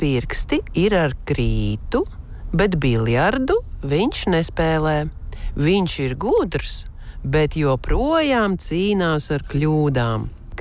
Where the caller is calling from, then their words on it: Brocēni, Saldus Municipality, Latvia; un esmu no Brocēniem.